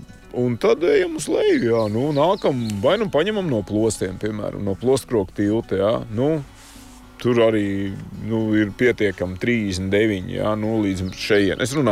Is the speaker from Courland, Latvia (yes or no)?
yes; Ventspils, Courland, Latvia; born or raised there